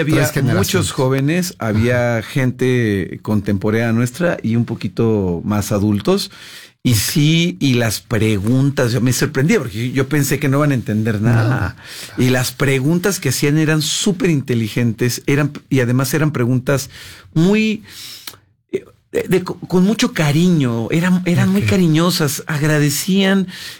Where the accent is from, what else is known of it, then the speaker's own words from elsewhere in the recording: Mexico; Nosotros somos mexicanos comemos chile y bailamos de cierta manera y festejamos de cierta manera.